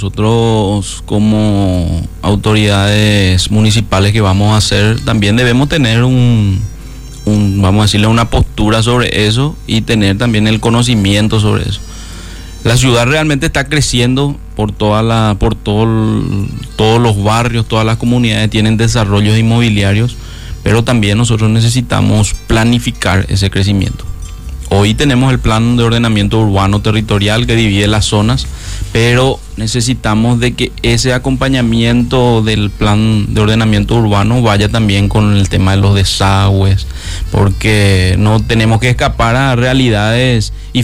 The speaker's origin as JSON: {"language": "Spanish", "town": "Luque", "region": "Central", "country": "Paraguay", "tie": "born or raised there", "also_born_or_lived": "Macaí", "said": "desde el preescolar hasta el noveno grado, yo lo hice en la escuela María Auxiliadora, que está acá en Luque"}